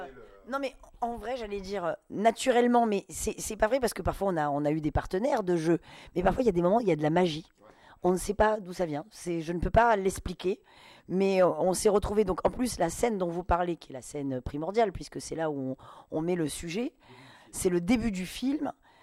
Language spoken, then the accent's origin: French; Southern France, France; je prends l'accent, parce que moi aussi, je viens du Sud